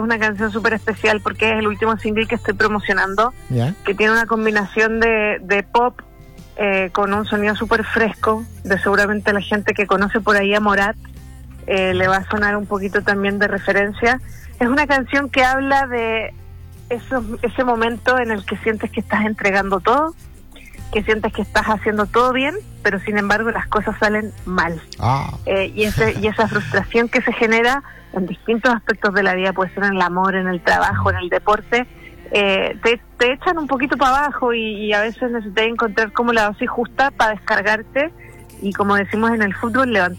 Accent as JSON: {"language": "Spanish", "town": "Santiago", "region": "Santiago Metropolitan Region", "country": "Chile", "tie": "born or raised there", "said": "Soy de Santiago. Bueno. Toda mi vida he vivido por acá."}